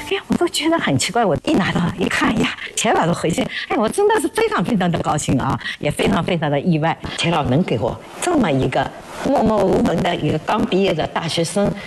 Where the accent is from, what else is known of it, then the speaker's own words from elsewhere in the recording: China; 我们中国人